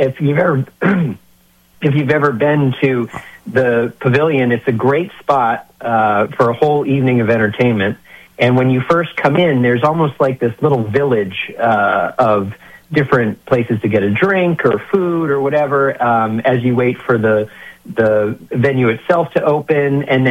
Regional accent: Portsmouth, New Hampshire, United States; moved away as an adult; also born or lived in Exeter / Hampton; now in Nashville, United States; I was actually born in Exeter Hospital and raised early on in Portsmouth, but lived most of my life in Hampton before I moved to Nashville in 2018.

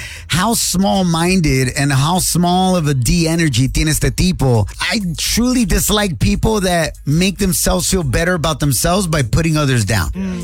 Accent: Mexico; yo sé lo que soy como mexicano. Y estoy orgulloso de ser mexicano.

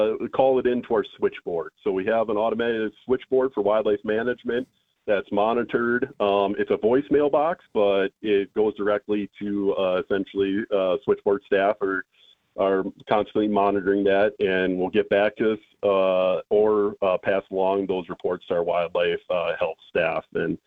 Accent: Wisconsin, United States; I went to school here in Wisconsin born and bred in Clark County, and grew up hunting a lot in Clark County and Taylor County, the National Forest area.

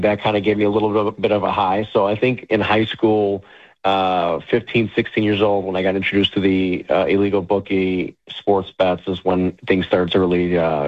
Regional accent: Chicago, Illinois, United States; I grew up in Chicago's Little Italy neighborhood

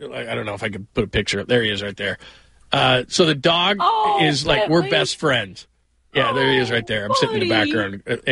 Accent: California, United States; I remember I grew up in California, and I would lay upstairs and just listen to my parents play like 60s music

